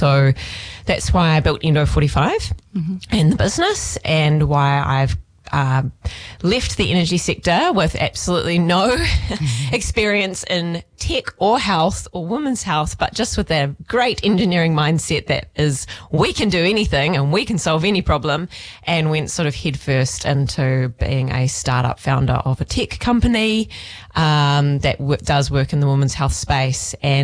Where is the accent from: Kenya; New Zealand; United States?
New Zealand; Auckland; now in Taranaki, New Zealand; I am not Taranaki born and bred. I am actually from Auckland originally.